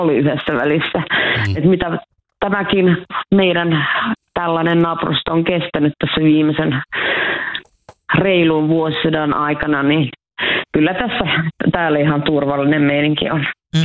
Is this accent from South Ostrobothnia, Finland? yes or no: no; Oulu, North Ostrobothnia, Finland; born or raised there